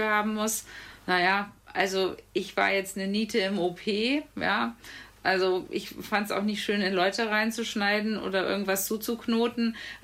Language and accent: German; Brühl, North Rhine-Westphalia, Germany; born there